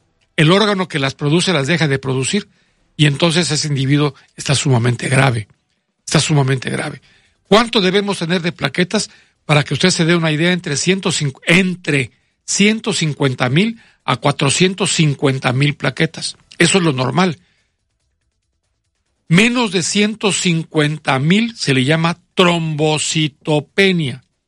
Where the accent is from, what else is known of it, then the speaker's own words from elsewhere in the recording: Poza Rica, Veracruz, Mexico; born there; Yo soy de Poza Rica, de la calle Emiliano Zapata, en la colonia Tajín. Ahí nací, exactamente en el 218 de esa casa.